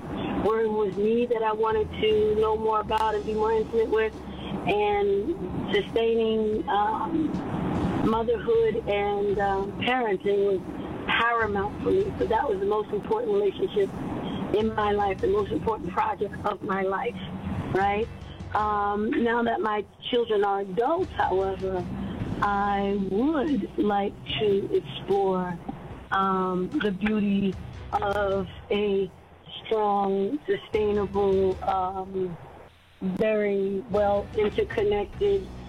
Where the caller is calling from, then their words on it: Richmond, United States; I'm calling in from Richmond.